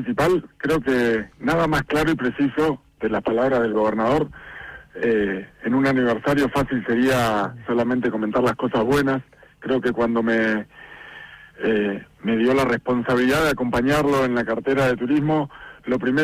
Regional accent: Esquel, Chubut, Argentina; Yo soy oriundo de Esquel.

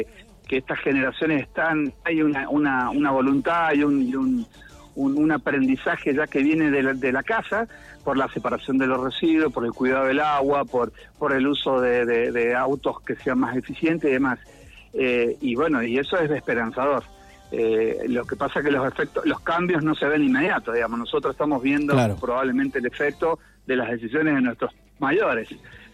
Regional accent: Mendoza, Argentina; como mendocino, como aldearense

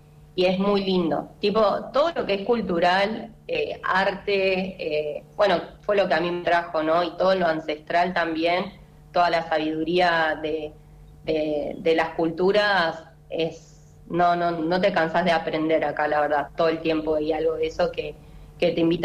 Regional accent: Chubut, Argentina; Pero soy de Chubut, entonces les tengo que explicar que es un estado, que está al sur de la Patagonia, que tenemos mar y montaña

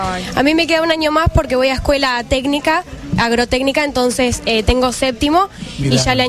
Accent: Rauch, Buenos Aires Province, Argentina; venimos de Rauch, de a 260 kilómetros de acá

